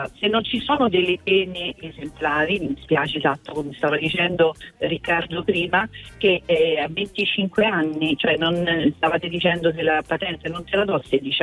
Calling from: Lazio, Italy; Io chiamo dalla provincia di Roma, vicino

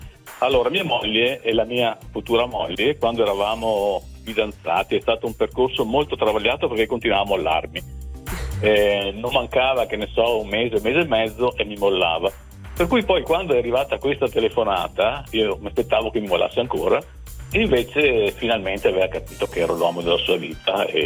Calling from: Lonato del Garda, Lombardy, Italy; Da Lenzano del Garda.

